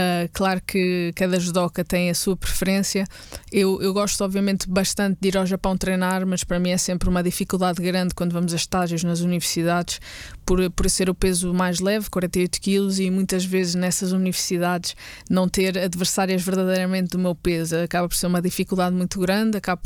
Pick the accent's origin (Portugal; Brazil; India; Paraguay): Portugal; Coimbra, Centro; eu nasci em Coimbra e sempre vivi pela zona da Solum, e mais recentemente, portanto, na vida adulta, desde que saí de casa, mudei-me mais para a zona de Santo António dos Olivais, e aí que atualmente resido.